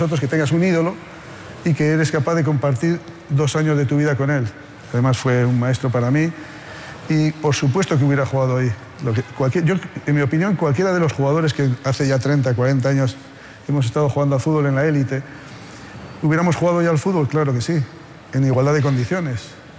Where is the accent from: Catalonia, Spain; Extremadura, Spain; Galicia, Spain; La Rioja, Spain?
La Rioja, Spain; Haro; moved away; also born or lived in Bilbao; en un pueblo maravilloso, que les invito a visitar, mi pueblo es Aro, en La Rioja, fantástico, se come y se bebe muy bien y hay muy buena gente.